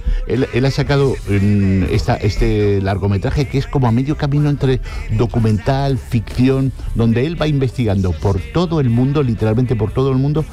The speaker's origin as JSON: {"language": "Spanish", "town": "Jerez de la Frontera", "region": "Andalusia", "country": "Spain", "said": "Y sabes que yo soy de Jerez"}